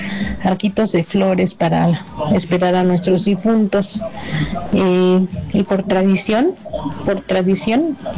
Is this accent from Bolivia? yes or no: no; Clanchenal, Hidalgo, Mexico; now in Pachuca, Mexico; Soy de Clanchenal, Hidalgo, y allá se celebra el Chantolo, pero a lo que da, muy, muy bonito.